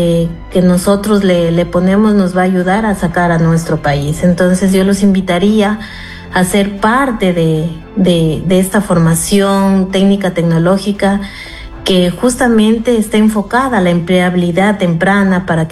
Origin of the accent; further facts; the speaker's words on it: Ecuador; nosotros como ecuatorianos